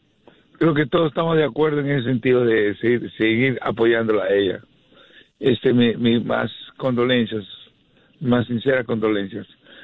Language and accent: Spanish; Peru; No, yo soy de Perú, pero mi papá es colombiano.